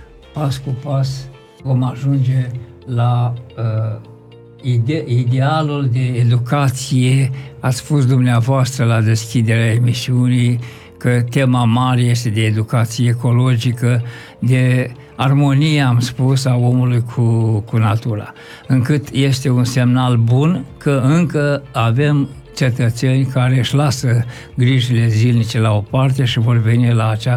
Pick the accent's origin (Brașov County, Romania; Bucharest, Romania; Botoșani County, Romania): Botoșani County, Romania; born there; Sunt pe malul drept, de la origine, al prutului din din județul Botoșani.